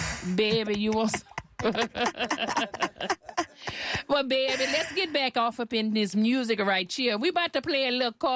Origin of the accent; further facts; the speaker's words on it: Texas, United States; I'm a Texan.